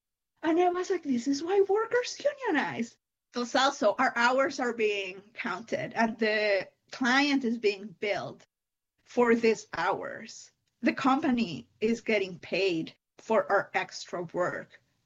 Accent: Mexico; I am originally from Mexico. I grew up going to a Catholic private school

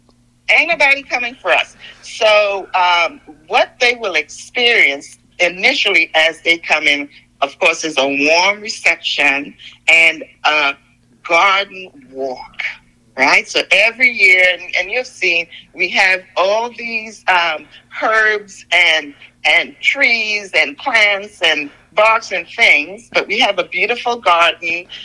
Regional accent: Trinidad & Tobago; born there; moved away; I was born in Trinidad.

